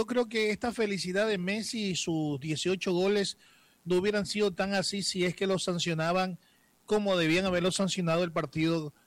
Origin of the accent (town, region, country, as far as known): Ecuador